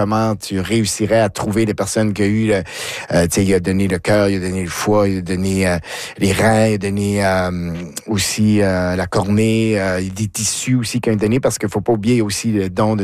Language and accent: French; McLeod, New Brunswick, Canada; born or raised there